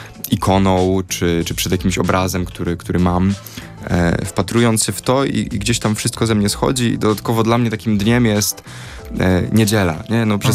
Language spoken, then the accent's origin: Polish; Warsaw, Masovian Voivodeship, Poland; ja jestem warszawiakiem. I moi dziadkowie też są w Warszawie. I jakby ja mam pokolenia bardzo, bardzo daleko właśnie oryginalnie z Warszawy. No i od zawsze tutaj żyję